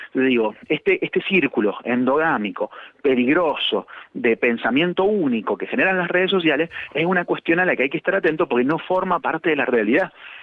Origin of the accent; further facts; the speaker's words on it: Mendoza, Argentina; como nosotros somos de Mendoza